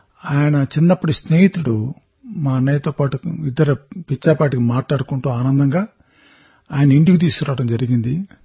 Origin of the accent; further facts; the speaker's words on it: Devarampadu, Andhra Pradesh, India; also born or lived in Perala; మాది ఒంగోలు దగ్గర దేవరంపాడైన కుగ్రామం.